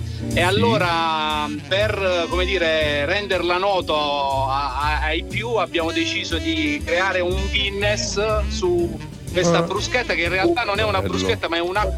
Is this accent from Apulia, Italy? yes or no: yes; Troia, Apulia, Italy